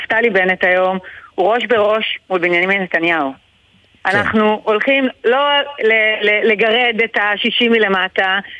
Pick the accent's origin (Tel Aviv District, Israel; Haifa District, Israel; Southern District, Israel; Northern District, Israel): Northern District, Israel; Migdal HaEmek; אני גדלתי במגדל העמק, אבא שלי היה פעיל ליכוד, אמא שלי הייתה אחות